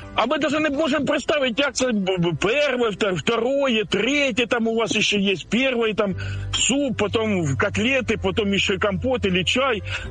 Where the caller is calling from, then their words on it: Kharkiv, Kharkiv Oblast, Ukraine; я із Харкова вас безпокою.